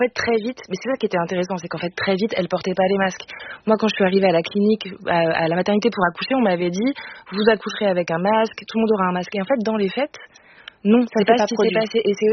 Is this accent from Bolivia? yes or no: no; Grand Est, France; On vient de Lorraine.